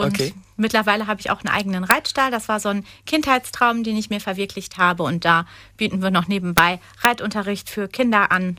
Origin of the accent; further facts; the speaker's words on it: Dortmund, North Rhine-Westphalia, Germany; ich bin 43 Jahre alt, ich bin verheiratet, bin gebürtig aus Dortmund, lebe auch in Dortmund